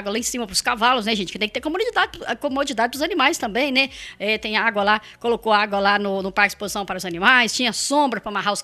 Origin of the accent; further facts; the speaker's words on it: Carmo do Cajuru, Minas Gerais, Brazil; Eu falei, não, sou de Cajuru.